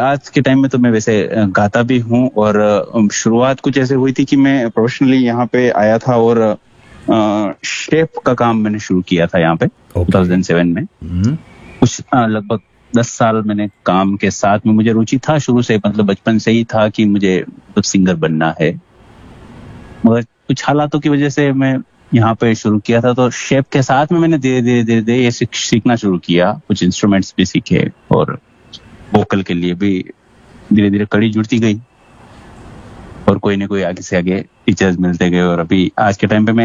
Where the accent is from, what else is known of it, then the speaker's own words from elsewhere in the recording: Udaipur, Rajasthan, India; moved away as an adult; now in Mumbai, India; और मैं प्रॉपर उदयपुर राजस्थान से हूं, और लास्ट कुछ लगभग 20 सालों से मैं मुंबई में रह रहा हूं।